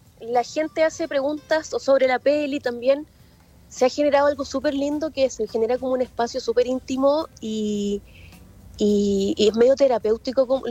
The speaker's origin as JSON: {"language": "Spanish", "town": "Lautaro", "region": "Araucanía", "country": "Chile", "said": "yo soy de Lautaro y la película relata la historia de Claudina, una mujer de 81 años."}